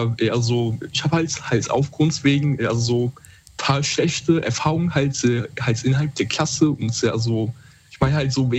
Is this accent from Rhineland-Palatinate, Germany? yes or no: yes; Koblenz, Rhineland-Palatinate, Germany; Also, also ich komme aus Koblenz, Rheinland-Pfalz.